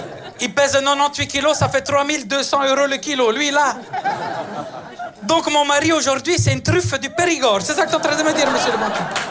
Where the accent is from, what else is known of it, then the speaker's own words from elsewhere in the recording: Italy; je suis italien, hyper romantique